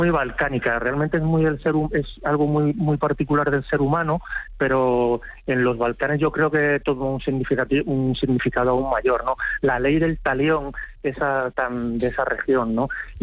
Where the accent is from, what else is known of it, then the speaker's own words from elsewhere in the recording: Spain; Kosovo es como para un español... aunque no tenemos ese sentimiento tan nacionalista como lo tiene un serbio